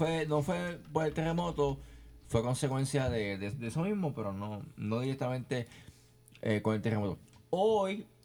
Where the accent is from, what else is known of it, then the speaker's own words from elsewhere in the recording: Puerto Rico; Me gusta mi país